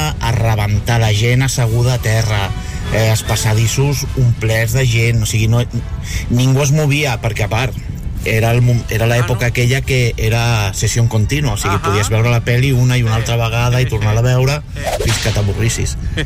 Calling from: Badalona, Catalonia, Spain; de Badalona.

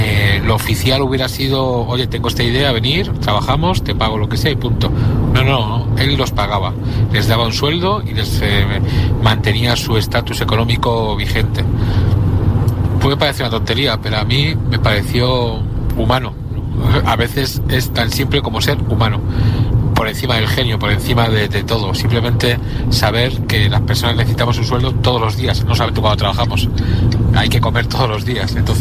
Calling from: Madrid, Community of Madrid, Spain; Hola, buenas … de Madrid.

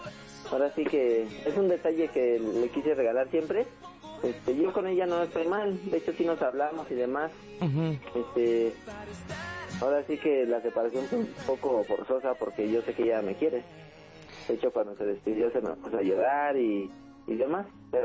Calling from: Naucalpan de Juárez, State of Mexico, Mexico; Aquí en Naucalpan de Juárez.

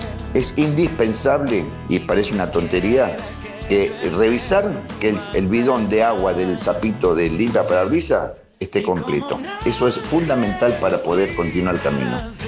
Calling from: Villa Luzuriaga, Buenos Aires Province, Argentina; de Villa Luz Uriaga

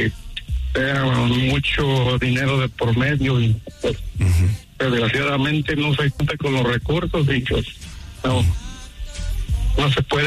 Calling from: Denver, Colorado, United States; Yo hablo de Denver, Colorado.

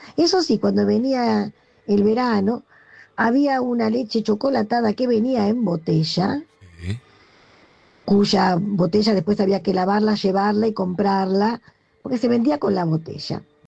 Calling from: Buenos Aires, Argentina; de Colegiales.

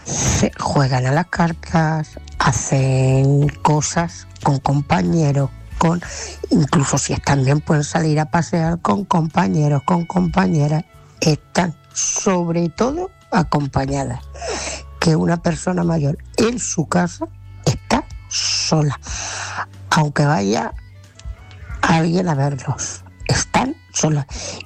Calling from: Ciudad Real, Castilla-La Mancha, Spain; de Ciudad Real.

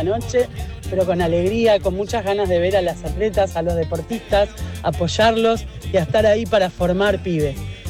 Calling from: Buenos Aires, Argentina; de Caballito.

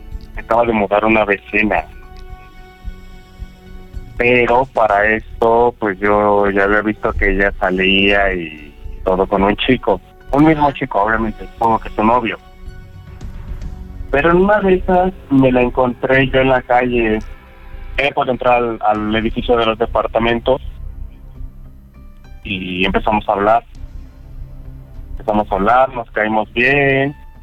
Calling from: Mexico City, Mexico; yo soy de Iztapalapa.

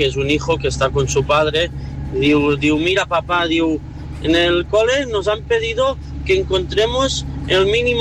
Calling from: Solsona, Catalonia, Spain; de Solsona.

